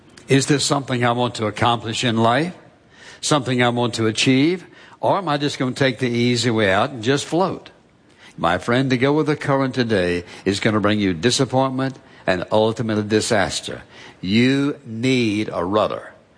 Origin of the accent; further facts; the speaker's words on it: United States; When I was 14 years of age, my best friend and I were walking along the Dan River in my hometown